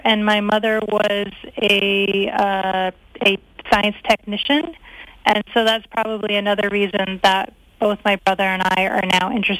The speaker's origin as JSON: {"language": "English", "region": "Massachusetts", "country": "United States", "tie": "born or raised there", "also_born_or_lived": "Connecticut / Schenectady, New York", "said": "I was born in Connecticut. I moved to Massachusetts when I was pretty young, and my parents actually owned 10 acres of land on one side of the street, and there was a national forest on the other side of the street. So I really grew up steeped in nature."}